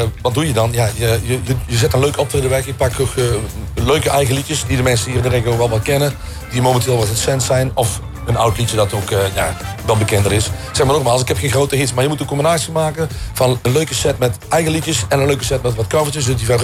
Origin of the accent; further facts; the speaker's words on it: Tilburg, North Brabant, Netherlands; uit Tilburg. Ik heb nog geen grote hits.